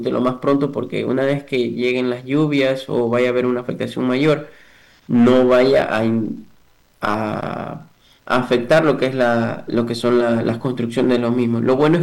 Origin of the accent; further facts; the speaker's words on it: Manabí, Ecuador; yo, que soy manabita